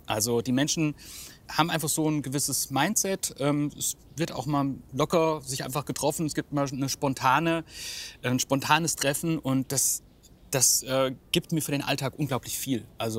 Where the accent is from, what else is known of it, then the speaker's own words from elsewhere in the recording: Germany; Also für uns Rhöner ist es immer ein großes Ding mit dem Zusammenhalt.